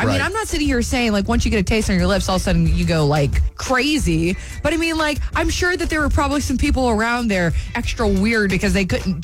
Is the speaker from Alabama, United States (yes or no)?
yes; Huntsville, Alabama, United States; moved away; I'm from Huntsville, Alabama